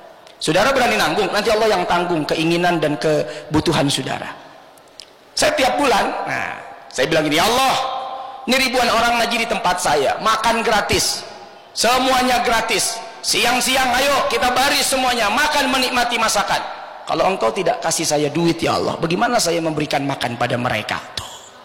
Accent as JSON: {"language": "Indonesian", "town": "Medan", "region": "North Sumatra", "country": "Indonesia", "said": "saya kan orang Mandailing Natal, orang Medan"}